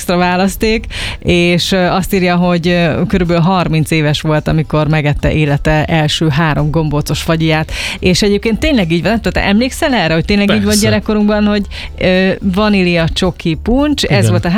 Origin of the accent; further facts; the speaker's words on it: Decs, Tolna, Hungary; én pedig Decsről származom, a két települést egy falu választja el, Őcsény.